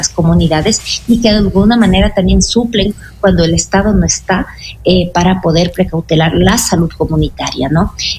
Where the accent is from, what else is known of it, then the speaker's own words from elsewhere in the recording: Imbabura, Ecuador; nosotras acá como mujeres desde Imbabura.